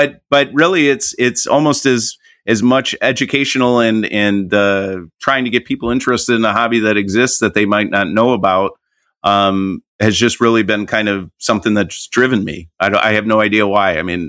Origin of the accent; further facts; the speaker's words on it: United States; obviously I'm from America, and one of the things that I think we're coming to reckon with is that we don't know history very well here in this country.